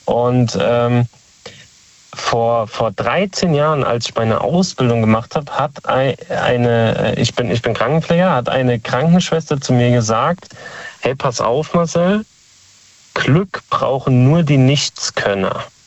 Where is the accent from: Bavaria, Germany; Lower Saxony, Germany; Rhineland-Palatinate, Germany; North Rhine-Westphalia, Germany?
Rhineland-Palatinate, Germany; Speyer; Aus Speyer.